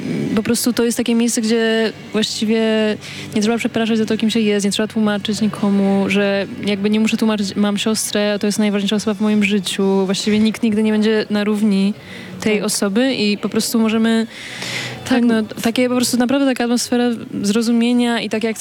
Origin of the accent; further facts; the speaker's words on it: Warsaw, Masovian Voivodeship, Poland; moved away as an adult; now in Paris, France; Dorastałyśmy tutaj, w Warszawie.